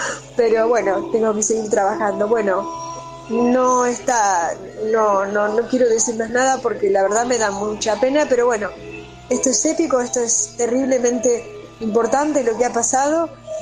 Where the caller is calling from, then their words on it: La Plata, Buenos Aires Province, Argentina; Yo vivo en La Plata.